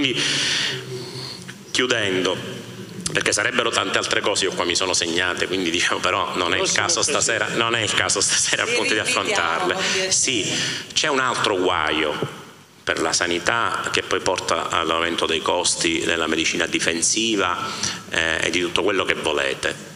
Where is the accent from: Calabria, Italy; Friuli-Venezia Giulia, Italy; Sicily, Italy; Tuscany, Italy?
Sicily, Italy; sono siciliano